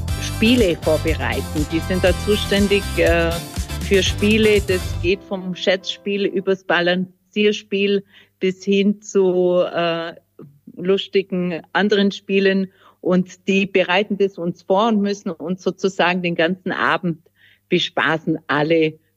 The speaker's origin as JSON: {"language": "German", "region": "Allgäu", "country": "Germany", "said": "Wir sind ja Allgäuer, also essen wir Allgäuer Kässpatzen."}